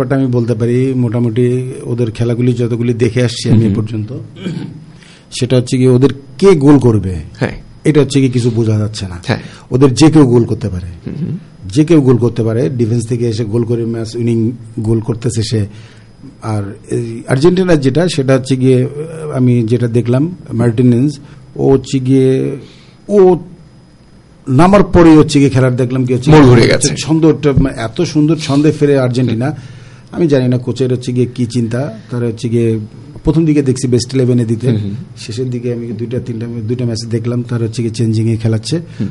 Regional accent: Khulna, Khulna Division, Bangladesh

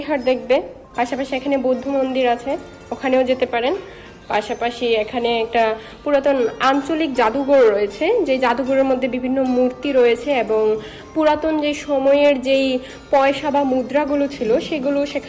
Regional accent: Comilla, Chittagong Division, Bangladesh; আমার বাড়ি কুমিল্লা।

